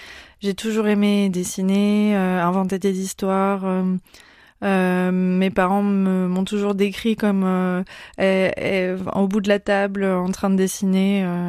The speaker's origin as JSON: {"language": "French", "town": "Crozon", "region": "Brittany", "country": "France", "tie": "born or raised there", "also_born_or_lived": "Paris", "moved": "as an adult", "lives_now": "Lamballe, France", "said": "C'est une histoire de toujours puisque je suis née dans le Finistère et j'ai grandi dans la presqu'île de Crozon, à Crozon même. Et j'ai dû quitter ma Bretagne chérie pour aller faire mes études à Paris. J'ai tenu 8 ans à Paris"}